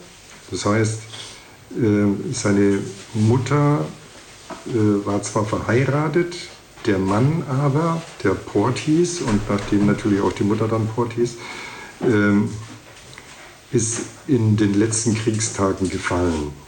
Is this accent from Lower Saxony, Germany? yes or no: yes; Alfeld, Lower Saxony, Germany; als ich in meiner Heimatstadt Ahlfeld im Jahre 1961 die Junge Union gründete.